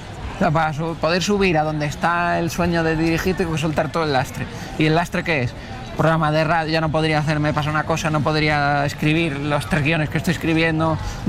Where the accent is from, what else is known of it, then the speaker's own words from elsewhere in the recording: Canary Islands, Spain; born there; Porque yo nací en Canarias, tú eres canario. No te olvides nunca, me decía así con pasión.